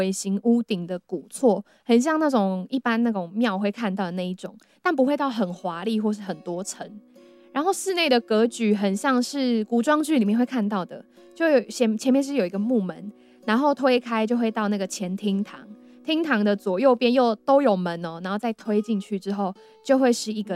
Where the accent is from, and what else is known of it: Taiwan; also born or lived in Kinmen